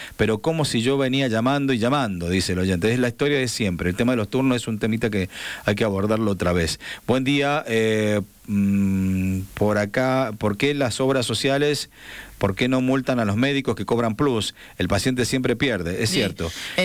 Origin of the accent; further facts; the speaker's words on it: Calingasta, San Juan, Argentina; Hola, buen día. Soy de Calingasta